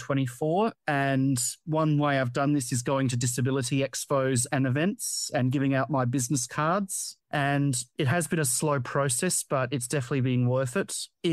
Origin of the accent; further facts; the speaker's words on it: Adelaide, South Australia, Australia; born there; I was born in Adelaide.